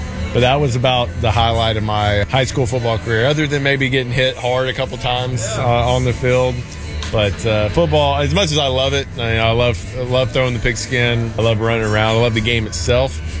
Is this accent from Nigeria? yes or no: no; Huntsville, Alabama, United States; the opportunities that were given to me from growing up in Huntsville.